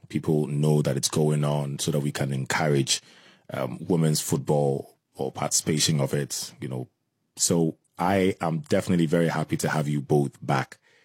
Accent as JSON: {"language": "English", "country": "Ghana", "said": "I'm Ghanaian."}